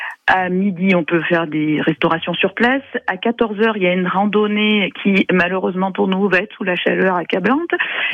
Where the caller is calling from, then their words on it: Saint-Bonnet-les-Tours-de-Merle, Nouvelle-Aquitaine, France; j'habite à Saint-Bonnet-les-Tours-de-Mer, Langzentry.